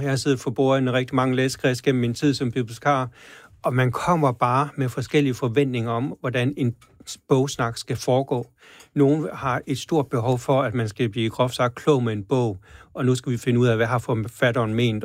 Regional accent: Djursland, Central Denmark Region, Denmark; da jeg voksede op på Djursland og var en lille dreng.

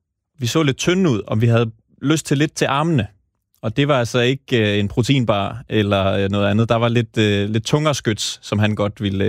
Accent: Skagen, North Denmark Region, Denmark; moved away; det lokale styrkecenter i Skagen, hvor jeg kommer fra.

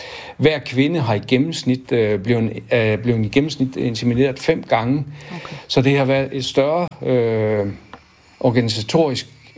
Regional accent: North Denmark Region, Denmark; Jeg er opvokset i Thy og har været rigtig glad for det. Jeg har haft verdens bedste forældre deroppe

